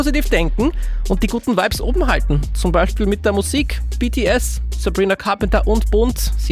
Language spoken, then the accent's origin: German; Vienna, Austria; ich bin auch Wiener, ich suda auch gern